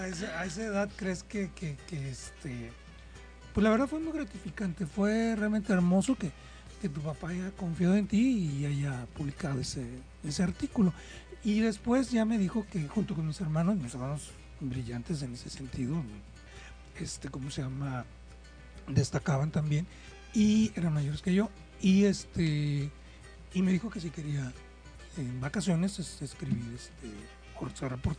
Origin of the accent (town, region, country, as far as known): Acapulco, Guerrero, Mexico; born or raised there